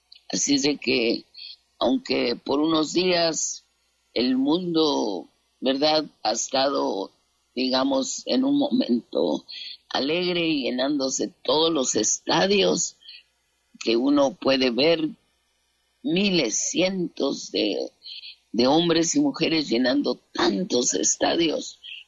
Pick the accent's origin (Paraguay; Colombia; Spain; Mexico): Mexico; now in Phoenix, United States; yo soy de México